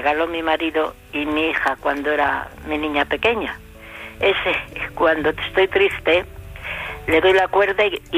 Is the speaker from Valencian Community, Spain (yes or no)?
no; Valladolid, Castile and León, Spain; Yo soy de Valladolid.